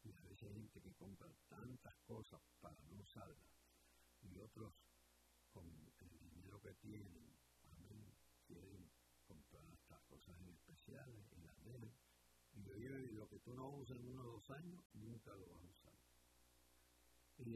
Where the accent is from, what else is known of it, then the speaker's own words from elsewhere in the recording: Vega Baja, Puerto Rico; Yo soy del pueblo de Vega Baja